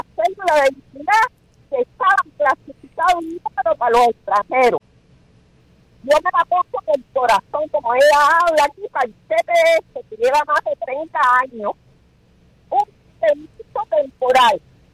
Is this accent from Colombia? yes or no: no; Cuba; moved away; also born or lived in Venezuela; como los venezolanos que pusieron la mano en el corazón con los que fuimos de Cuba. el que hizo político, que el presidente Luis Herrera Campos nos dio la entrada en Venezuela en el año 80.